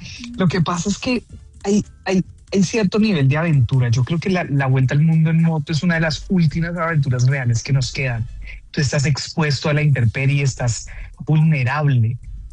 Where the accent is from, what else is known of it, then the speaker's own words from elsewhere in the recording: Colombia; moved away; Yo quiero mucho a mi país y poderles dar esa emoción a las personas y contarles como si desde Colombia vine acá